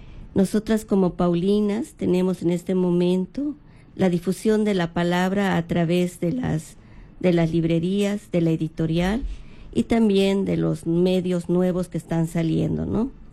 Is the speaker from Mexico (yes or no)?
no; Bolivia; now in Peru; Yo soy boliviana